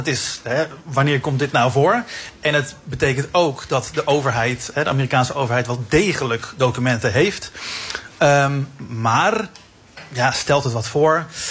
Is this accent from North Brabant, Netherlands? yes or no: yes; North Brabant, Netherlands; born there; now in Gouda, Netherlands; Ik ben geboren in Brabant